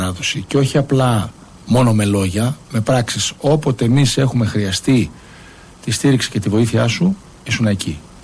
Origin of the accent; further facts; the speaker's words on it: Karpero, Western Macedonia, Greece; στο χωριό μου, το Καρπερό Γρεβενών.